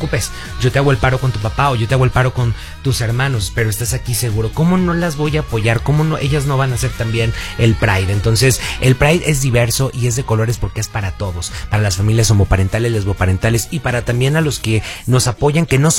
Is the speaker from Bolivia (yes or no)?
no; Mexico; Somos mexicanos y estamos orgullosos de que nuestra selección